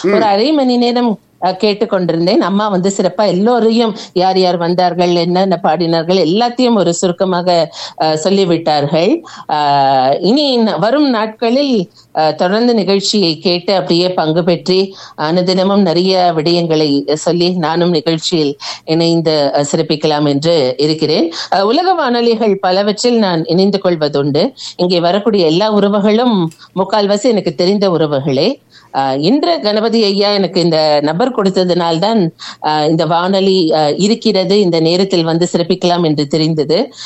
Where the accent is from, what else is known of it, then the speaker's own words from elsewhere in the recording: Tamil Nadu, India; என்னுடைய சொந்த ஊர் வந்து வேலூர் மாவட்டம்.